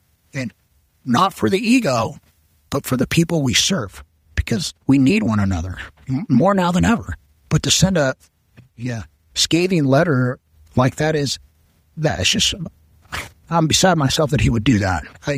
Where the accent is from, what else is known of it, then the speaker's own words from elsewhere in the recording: Colorado, United States; I grew up in the Roaring Fork Valley on the Crystal River Ranch. How much more here can you get?